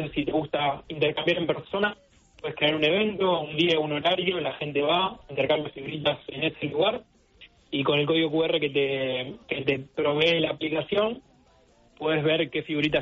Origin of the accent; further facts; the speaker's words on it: Rosario, Santa Fe, Argentina; Yo soy de Rosario